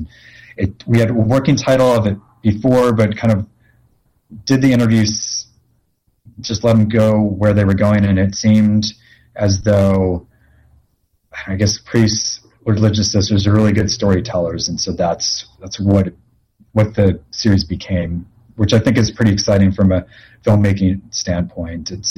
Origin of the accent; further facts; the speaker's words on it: Chicago, Illinois, United States; And so I grew up in Chicago. So junior high through my time at Notre Dame as undergrad